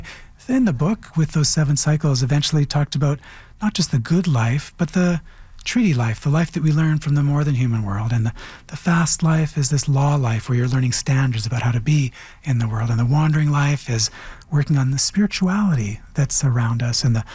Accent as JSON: {"language": "English", "country": "Canada", "said": "I'm wholly Canadian. I'm not some portion Canadian. I'm wholly Anishinaabe, not some portion Anishinaabe."}